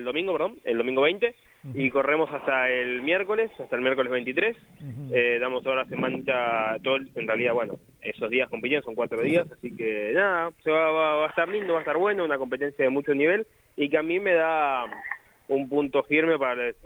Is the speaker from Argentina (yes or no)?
yes; Argentina; moved away; Porque yo, recordad, me fui en enero, me fui de Argentina.